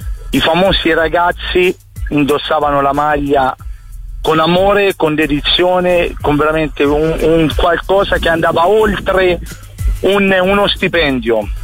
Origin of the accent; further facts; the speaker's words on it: Tuscany, Italy; A quel punto il pensiero è, da buon toscano diciamo, ma che fai, mi hai preso per Fondelli?